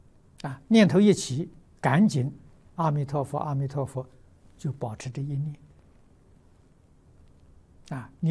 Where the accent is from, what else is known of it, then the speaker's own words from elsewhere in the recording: China; 我们中国人常讲四方。